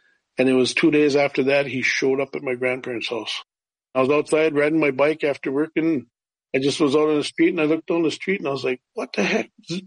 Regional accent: Bena, United States; we grew up living in Bena behind the big fish there

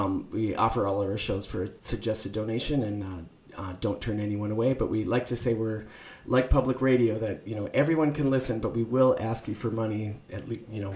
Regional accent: Silver Bay, Minnesota, United States; I'm originally from Silver Bay, so bringing it to Lake County is a delight as well.

